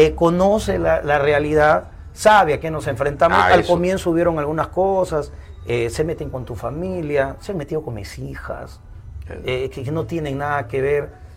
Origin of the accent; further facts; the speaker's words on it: Ferreñafe, Lambayeque, Peru; moved away; also born or lived in Ica; venirme a hacer política a mi tierra, pensando cambiar mi Ferreñafe querido